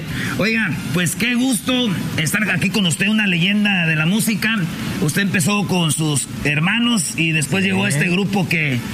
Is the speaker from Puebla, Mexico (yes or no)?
no; Michoacán, Mexico; Sí, pues yo soy de Michoacán, digo, ¿no?